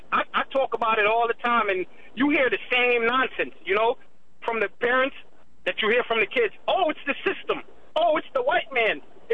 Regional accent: New York City, New York, United States; I grew up in the Bronx.

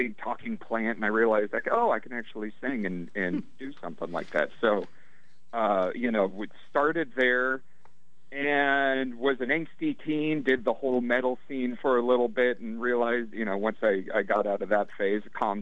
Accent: Arizona, United States; I'm born and raised in Arizona

